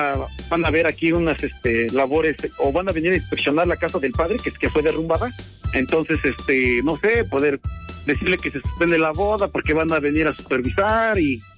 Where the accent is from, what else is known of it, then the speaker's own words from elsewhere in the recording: Toluca, State of Mexico, Mexico; De aquí de Toluquita la Bella, del Estado de México.